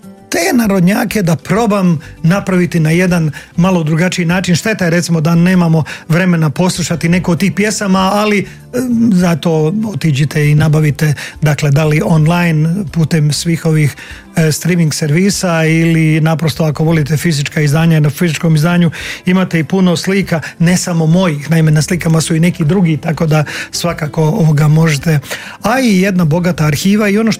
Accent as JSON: {"language": "Croatian", "region": "Bosnian Posavina", "country": "Bosnia & Herzegovina", "also_born_or_lived": "Germany", "moved": "yes", "said": "kod nas u Bosanskoj Posavini, dakle, nije postojala ništa drugo osim šargije i narodnjaka."}